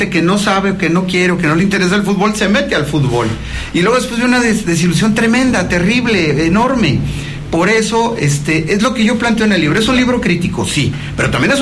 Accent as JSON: {"language": "Spanish", "country": "Mexico", "tie": "born there", "said": "como persona nacida en este país, como mexicano"}